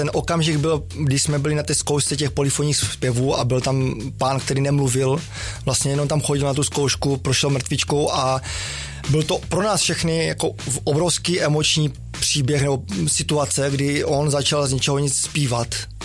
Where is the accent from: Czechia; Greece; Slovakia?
Greece; Crete; Tak na Kretě to je vlastně velice jednoduché pro mě, byť mám samozřejmě přízvuk a každý pozná, že nejsem z tama, ale tím, že tam vlastně jako vyrůstal jsem, jezdím tam každé léto